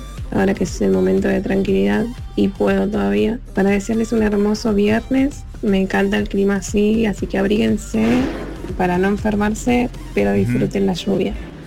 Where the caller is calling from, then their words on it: Quilmes, Buenos Aires Province, Argentina; de Quilmes.